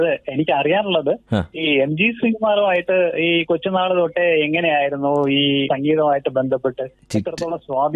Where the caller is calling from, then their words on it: Thiruvananthapuram, Kerala, India; ഞാൻ വട്ടിയൂർക്കാവിൽ നിന്നാണ് വിളിക്കുന്നത്.